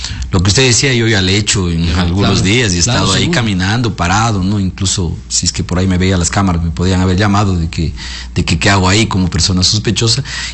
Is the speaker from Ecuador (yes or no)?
yes; Macas, Morona Santiago, Ecuador; Yo soy de Macas, ahorita estoy en un departamento